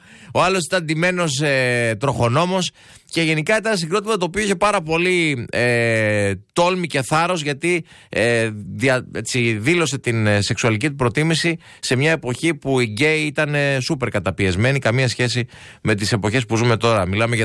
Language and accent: Greek; Thessaloniki, Central Macedonia, Greece; Έλα στη Χριστιανική Αδερφότητα Νέων Θεσσαλονίκης, εγώ λέω γιατί είμαι Θεσσαλονικιός.